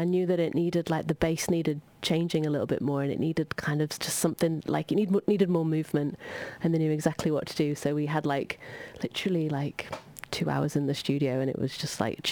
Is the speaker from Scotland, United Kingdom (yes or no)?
no; Doncaster, Yorkshire and the Humber, United Kingdom; We're all from Doncaster.